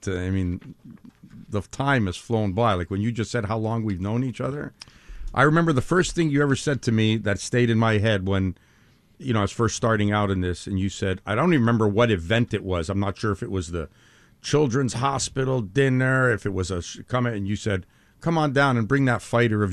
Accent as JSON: {"language": "English", "town": "Montreal", "region": "Quebec", "country": "Canada", "tie": "born there", "also_born_or_lived": "Sainte-Adèle, Quebec", "said": "In Park X, and then St. Adele."}